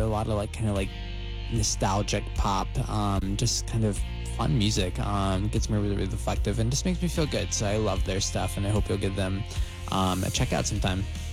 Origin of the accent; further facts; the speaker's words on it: Waterford, Pennsylvania, United States; moved away; I grew up with the guys in … They're from my hometown of Waterford, Pennsylvania. A little town right outside of Erie, PA.